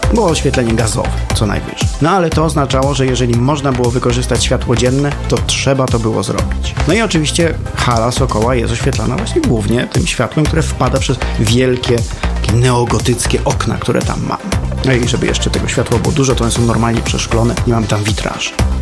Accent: Kraków, Lesser Poland, Poland; no aczkolwiek właśnie my z Krakowa go znamy przede wszystkim z kamienic.

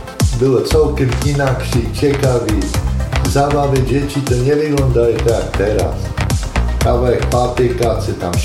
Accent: Cięcina, Silesian Voivodeship, Poland

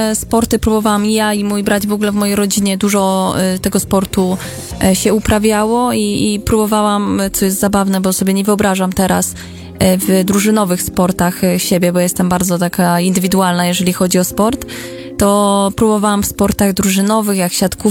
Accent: southern Poland, Poland; stąd, skąd pochodzę, czyli z południa Polski, z miejsca, gdzie mamy górskie rzeki, gdzie jest możliwość treningu.

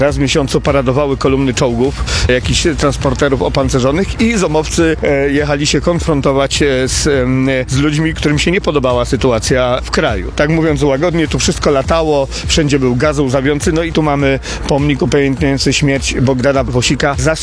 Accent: Kraków, Lesser Poland, Poland; jak o sobie mówię, jestem rodowitym mieszkańcem Nowej Huty, czyli rodowitym hutasem.

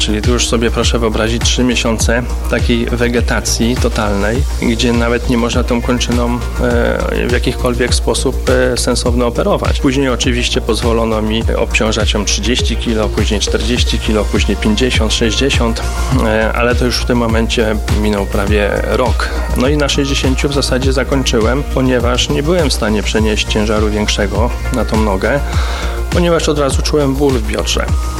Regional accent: Jelenia Góra, Lower Silesian Voivodeship, Poland; skoro jestem z Jeleniej Góry.

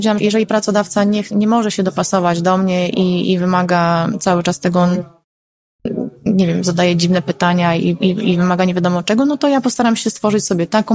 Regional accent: Reda, Pomeranian Voivodeship, Poland; Ja też jestem z Gdyni, tak? Z Trójmiasta, właściwie z Redy, no, żeby sprecyzować, ale to jest koło Gdyni.

